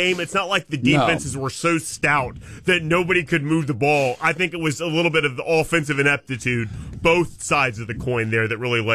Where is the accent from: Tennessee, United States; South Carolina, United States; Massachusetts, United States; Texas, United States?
Tennessee, United States; Memphis; remember, I'm from Memphis. And I'm not really a Memphis fan